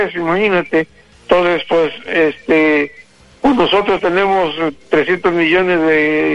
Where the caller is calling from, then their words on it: Mexico; Claro, somos mexicanos, hay que estar con México